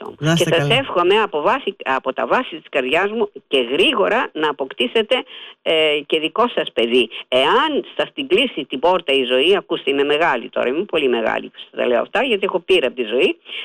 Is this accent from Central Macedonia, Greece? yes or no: no; Ilioupoli, Attica, Greece; Εγώ είμαι γεννημένη στην Ηλιούπολη, γέννημα θρέμα εδώ. Στην Ερημιά της Ηλιουπόλεως, μάλιστα. Είμαι από τις Ερημιές.